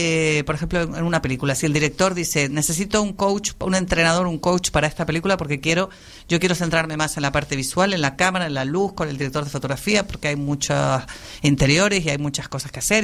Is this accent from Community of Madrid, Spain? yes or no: no; Las Palmas de Gran Canaria, Canary Islands, Spain; accent: canarión; also born or lived in London; yo que soy de Londres, aquí nací en Londres, yo me vine a Las Palmas de Gran Canaria, recién nacida, por eso tengo este acento canarión, pero yo en realidad nací en Londres.